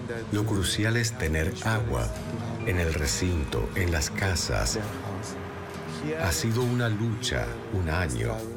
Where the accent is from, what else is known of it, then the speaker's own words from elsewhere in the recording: Cerro de Pasco, Pasco, Peru; born there; Nací en Cerro de Pasco. Es una ciudad a 4.318 metros sobre el nivel del mar. Hace mucho frío.